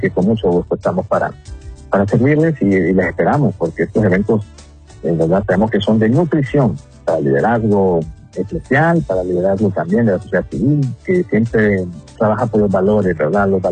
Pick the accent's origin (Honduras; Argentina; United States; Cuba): Honduras